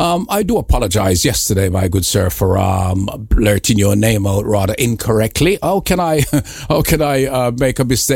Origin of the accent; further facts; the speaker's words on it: Jamaica